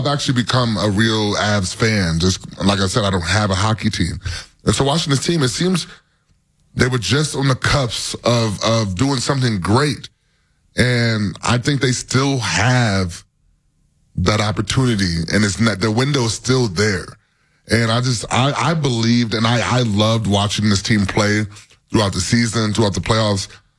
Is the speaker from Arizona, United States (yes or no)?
no; Wisconsin, United States; moved away; growing up in Wisconsin